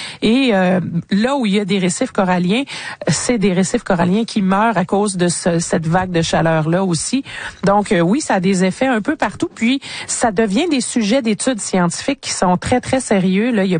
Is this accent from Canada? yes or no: yes; Canada; ici chez nous au Canada